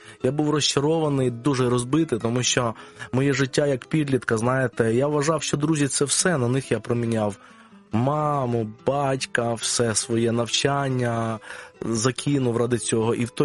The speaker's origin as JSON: {"language": "Ukrainian", "region": "Kyiv", "country": "Ukraine", "said": "і я із Києва несу пасторське служіння в помісній церкві, яка називається Філадельфія."}